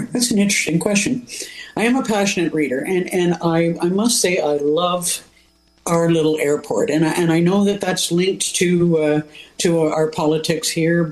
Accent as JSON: {"language": "English", "town": "Burlington", "region": "Ontario", "country": "Canada", "tie": "born or raised there", "also_born_or_lived": "Northwest Territories", "moved": "as an adult", "lives_now": "Algonquin Highlands, Canada", "said": "Well, I grew up in Burlington, Ontario, but my husband was from Haliburton County. We did go and spend a number of years in the Northwest Territories"}